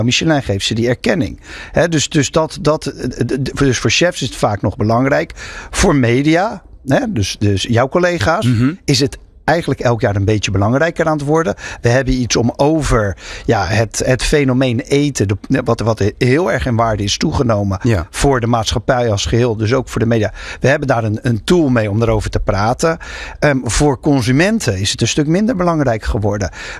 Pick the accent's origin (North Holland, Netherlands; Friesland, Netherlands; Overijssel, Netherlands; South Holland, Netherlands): South Holland, Netherlands; Rotterdam; Ik vind Amsterdam, en dat zeg ik als Rotterdammer